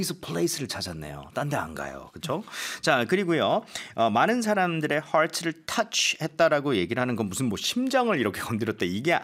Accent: Goseong, South Gyeongsang, South Korea; 어머, 저희 고향입니다. 경남 고성.

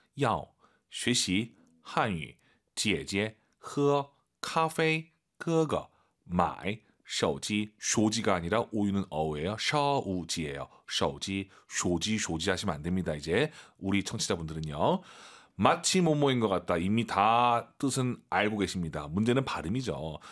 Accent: Beijing, China; 저는 북경 출신이기 때문에 날 많이 썼습니다.

